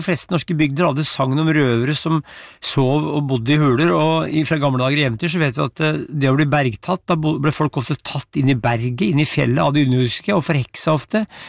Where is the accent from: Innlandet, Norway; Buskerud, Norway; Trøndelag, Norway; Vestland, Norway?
Innlandet, Norway; Brumunddal; Og selv da jeg vokste opp I Brummendalen, var det noe som heter Olahula